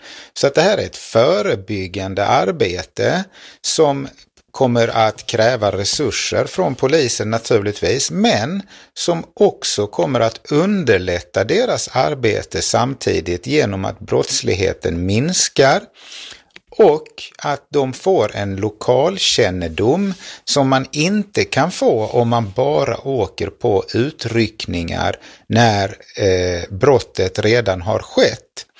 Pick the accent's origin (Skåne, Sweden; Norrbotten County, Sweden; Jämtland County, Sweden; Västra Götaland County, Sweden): Skåne, Sweden; Lund; när jag var liten i Lund